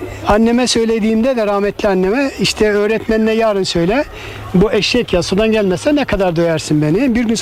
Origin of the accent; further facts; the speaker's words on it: Erzincan, Turkey; Ben Erzincanlıyım. O yıllarda, çocukluk yıllarımda bir hayal kurdum.